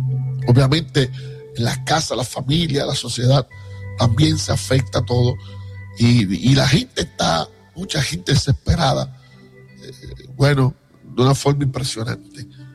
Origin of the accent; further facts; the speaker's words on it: Puerto Rico; mi tierra puertorriqueña